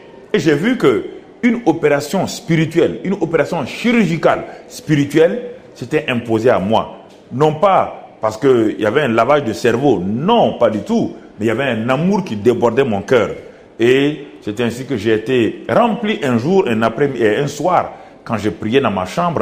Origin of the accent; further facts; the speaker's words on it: Burkina Faso; moved away; ils sont chez moi au Burkina Faso.